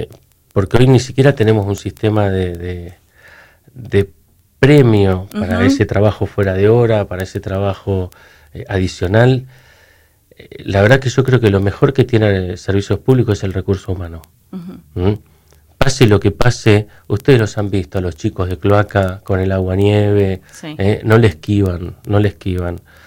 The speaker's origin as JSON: {"language": "Spanish", "town": "El Calafate", "region": "Santa Cruz", "country": "Argentina", "said": "Yo que soy de Calafate"}